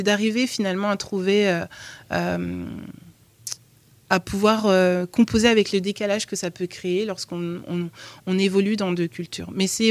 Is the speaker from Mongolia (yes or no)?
no; France; born there; also born or lived in Congo; arrivé en France très très jeune, comme moi.